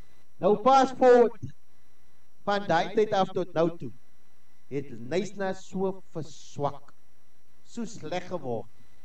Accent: Western Cape, South Africa

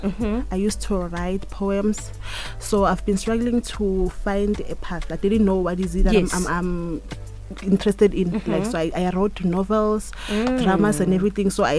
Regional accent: Mpumalanga, South Africa; now in Limpopo, South Africa; I'm from Mpumalanga, but I'm currently residing here in Limpopo.

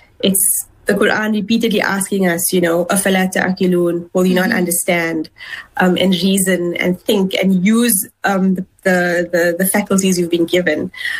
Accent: South Africa; you know, as a South African, as a Muslim.

